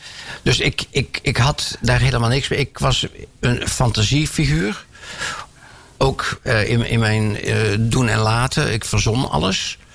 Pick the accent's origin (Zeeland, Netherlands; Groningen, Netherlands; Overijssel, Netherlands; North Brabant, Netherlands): North Brabant, Netherlands; Tilburg; born there; now in Breda, Netherlands; Ik ben geboren in Tilburg, dus dat is al een enorm privilege, zeker als je in Breda woont.